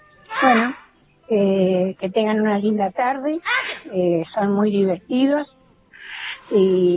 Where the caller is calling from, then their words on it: Cañada Seca, Argentina; Soy de Cañada Seca